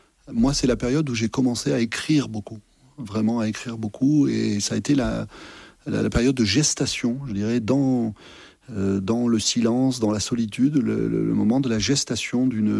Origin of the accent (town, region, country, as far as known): Massif Central, France